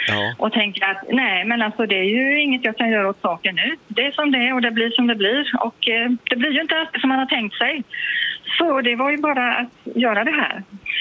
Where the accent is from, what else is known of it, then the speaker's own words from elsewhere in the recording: Östergötland, Sweden; Jag är från Östergötland